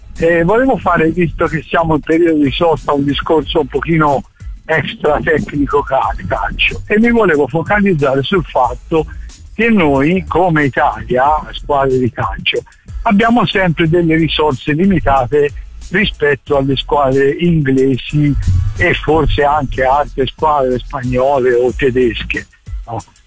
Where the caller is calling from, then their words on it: Portugal; da me in Portogallo